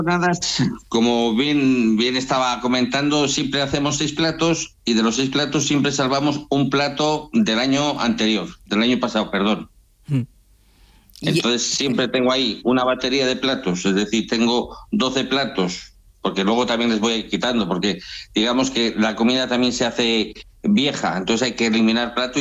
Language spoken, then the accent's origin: Spanish; Montemayor de Pililla, Castile and León, Spain; Pues de Montemayor